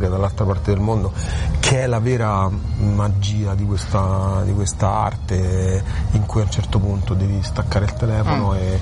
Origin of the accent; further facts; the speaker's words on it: Rome, Lazio, Italy; now in Melbourne, Australia; no, ma non è solo da romano, è proprio perché io sono abituato col teatro